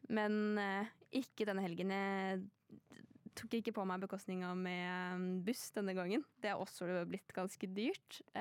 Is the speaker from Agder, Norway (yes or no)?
yes; Arendal, Agder, Norway; now in Eastern Norway; det var sol hjemme i Arendal.